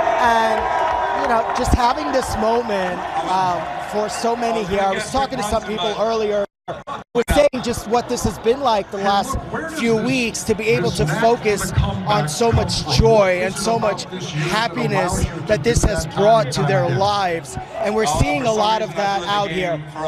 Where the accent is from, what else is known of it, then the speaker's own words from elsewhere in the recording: New York City, New York, United States; I grew up in Brooklyn.